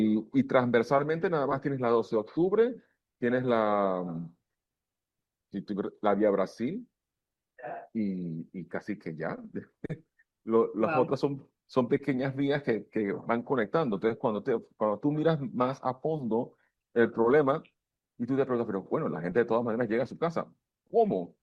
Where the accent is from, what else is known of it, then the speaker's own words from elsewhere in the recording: Panama City, Panamá, Panama; la barriada de donde yo vengo, en Santa Marta, que es está más arriba, moviendo hacia el 99 de Balboa.